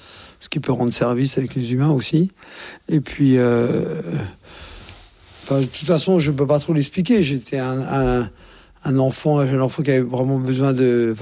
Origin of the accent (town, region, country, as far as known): Courbevoie, Île-de-France, France; born there